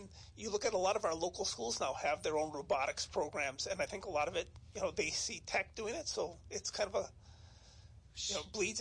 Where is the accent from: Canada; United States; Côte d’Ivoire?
United States; moved away; I grew up 90 minutes away. I grew up in Nine River.